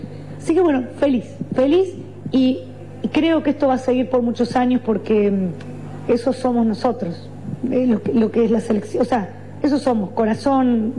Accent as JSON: {"language": "Spanish", "region": "Santa Fe", "country": "Argentina", "tie": "born or raised there"}